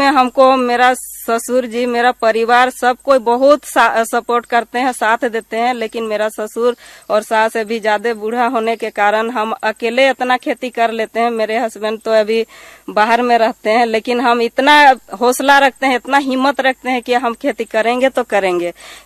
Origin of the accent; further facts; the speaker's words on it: Lodhma, Jharkhand, India; मैं ग्राम लोधमा की रहने वाली हूँ और मेरा जिला है रामगढ़। मेरी पढ़ाई है इंटर पास और हम किसान का ही बेटी हैं।